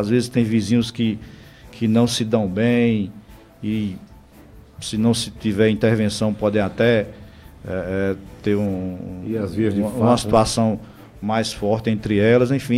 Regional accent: Brazil; also born or lived in the sertão; assim como eu sou oriundo do sertão, mas fui criado lá no Baixo Roger, um bairro periférico, ali de lado do campo do 11.

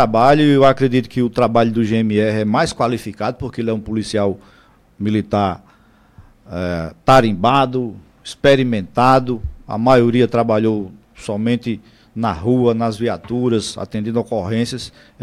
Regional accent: João Pessoa, Paraíba, Brazil; born there; also born or lived in Teixeira, Paraíba; Só nasci em Teixeira. Só nasci lá. Na Serra de Teixeira. Isso. Lá perto de Princesa Isabel. Em 1977, naquela seca terrível, minha família migrou para João Pessoa. Nos estabelecemos no meu querido Baixo Roger, vizinho ao Campo do Onze. Minha família viveu lá até 1989.

